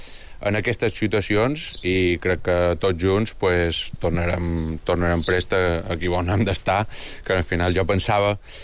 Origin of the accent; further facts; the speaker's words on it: Balearic Islands, Spain; Com a mallorquí i mallorquinista